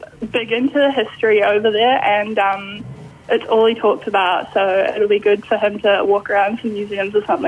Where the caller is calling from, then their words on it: New Zealand; obviously we're both from New Zealand